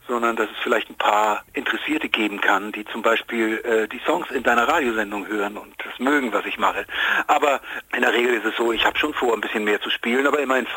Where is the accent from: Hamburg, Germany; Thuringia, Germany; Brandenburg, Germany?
Hamburg, Germany; ich komme ja aus Hamburg